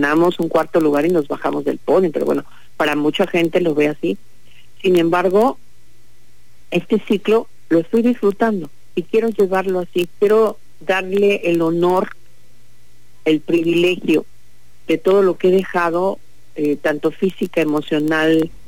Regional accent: Comalcalco, Tabasco, Mexico; yo soy de la Chontalpa, de la perla

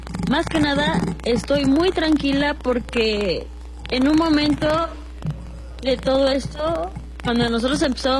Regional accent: Puebla, Mexico

